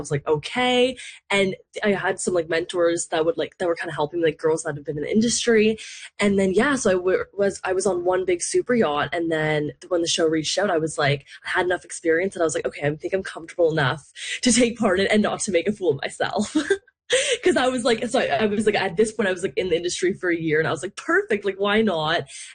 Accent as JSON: {"language": "English", "town": "Dartmouth", "region": "Nova Scotia", "country": "Canada", "tie": "born or raised there", "said": "I grew up in Dartmouth, Nova Scotia, right by Lake Banook."}